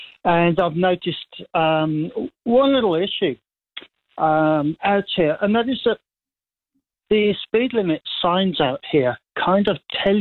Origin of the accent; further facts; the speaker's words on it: England, United Kingdom; moved away; I've been here like 25 years. I came from England, but in Europe, they are on fast roads.